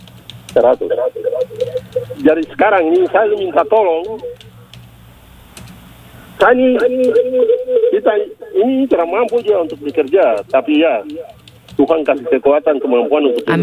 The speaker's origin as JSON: {"language": "Indonesian", "region": "Papua", "country": "Indonesia", "said": "Untuk saya bilang kita orang Papua ini tidak miskin."}